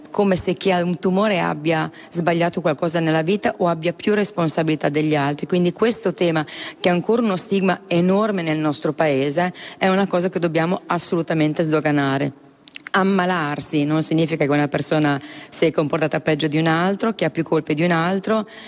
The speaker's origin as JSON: {"language": "Italian", "region": "Emilia-Romagna", "country": "Italy", "accent": "Emilian", "said": "io sono emiliana, si sentirà dalla mia voce"}